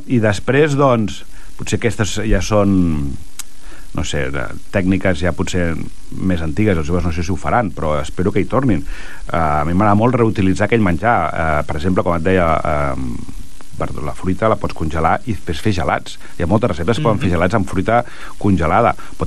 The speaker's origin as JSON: {"language": "Catalan", "town": "Vilassar de Mar", "region": "Catalonia", "country": "Spain"}